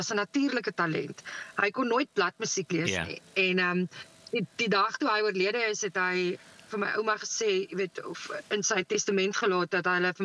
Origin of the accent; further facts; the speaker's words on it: Cape Town, Western Cape, South Africa; Dit is. Ek is gebore in Panorama Hospitaal. So ek is uit en uit 'n Kaapse meisie, maar ek is verskriklik baie in die Weskus.